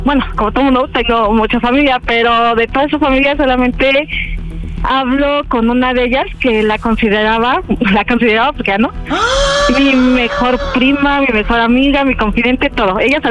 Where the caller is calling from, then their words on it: Cuernavaca, Morelos, Mexico; Tengo 30 años, soy de Cuernavaca.